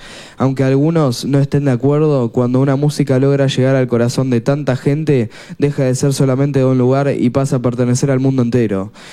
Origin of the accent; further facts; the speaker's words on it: Uruguay; Soy de Uruguay, me encanta el chamamé, un abrazo, hermanos argentinos.